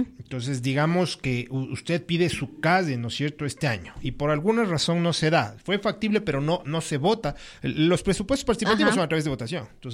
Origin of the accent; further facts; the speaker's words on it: Quito, Pichincha, Ecuador; yo vengo de un barrio popular, yo nací en la Pío XII.